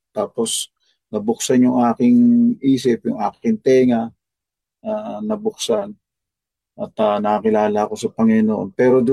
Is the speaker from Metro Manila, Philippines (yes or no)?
yes; Makati, Metro Manila, Philippines; moved away; nandoon ako sa may Makati, taga Makati kami.